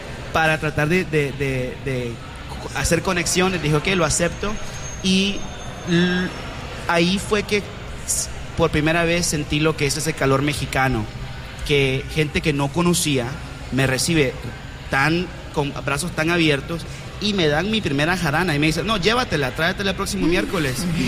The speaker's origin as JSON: {"language": "Spanish", "region": "Managua", "country": "Nicaragua", "tie": "born or raised there", "said": "soy cuarta generación en la colonia, entonces todos me conocen, todos saben que soy el hijo de Osvaldo, el nieto de Oscar. Entonces yo era de esos niños cage free que iba del tumbo al tambo en mi área de Managua"}